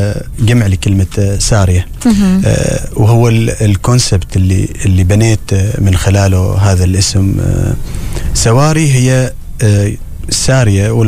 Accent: Oman; عندنا في عمان

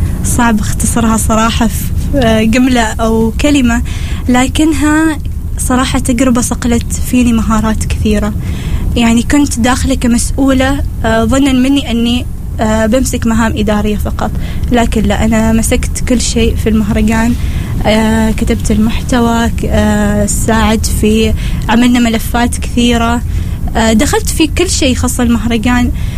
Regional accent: Oman; حالياً أريد أتعرف أكثر على بيئة العمل عندنا في عمان،

